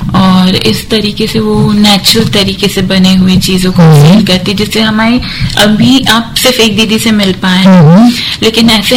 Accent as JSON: {"language": "Urdu", "town": "Lalbarra", "region": "Madhya Pradesh", "country": "India", "said": "جو جیسے ہم میں لال برہ بلاک سے ہوں تو وہاں پہ راجا بھوج کر کے منڈی ہے"}